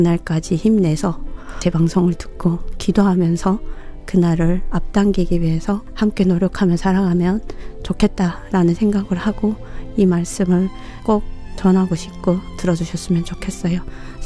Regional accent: North Korea; now in South Korea

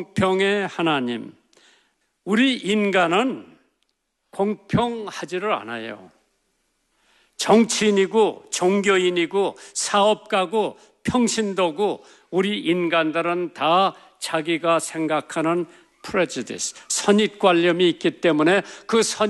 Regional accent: South Korea; 우리 한국 사람들은 제너럴 앨러스가 존경한다고 하지만은 제가 본 한국 사람들은 체면을 많이 생각을 해요.

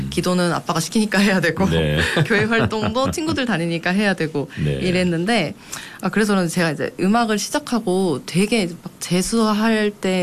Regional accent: Gwangju, South Korea; born there; 그 송정 공원역 그 앞에 공원역. 있는 이제 100년이 넘은 교회를 섬기고 있는데 태어나서 지금까지 쭉 모교회로 섬기고 있어요.

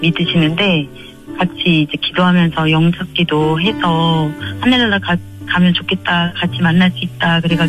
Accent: Daejeon, South Korea; born there; moved away; 친정은 대전인데

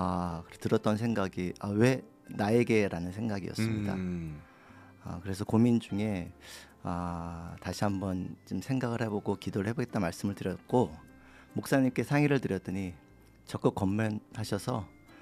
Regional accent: Seoul, South Korea; now in Pohang, South Korea; 저는 서울에서 왔고요. 5년 전에 포항으로 이사를 왔습니다.

